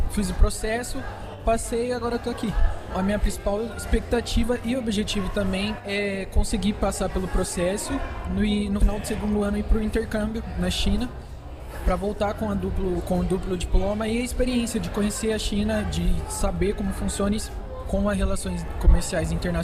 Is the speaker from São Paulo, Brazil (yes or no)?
yes; Campinas, São Paulo, Brazil; Eu vim de Campinas e eu descobri o curso de Língua e Cultura Chinesa entrando pelo site da Unesp mesmo